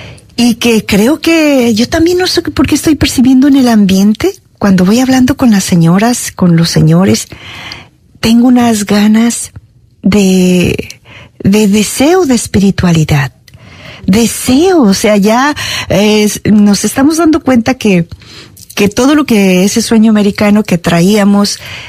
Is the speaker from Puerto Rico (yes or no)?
no; Guatemala; sea en México, sea aquí, sea en Guatemala, en mi país de origen